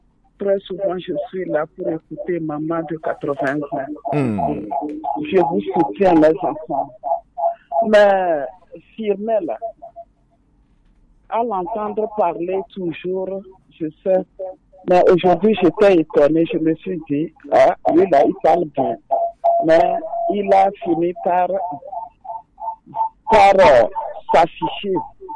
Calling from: Savanes, Togo; Je vous appelle de Karboua.

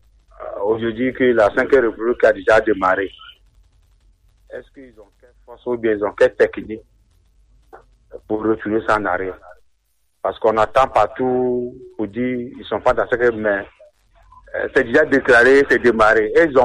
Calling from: Togo; Dagbalepido

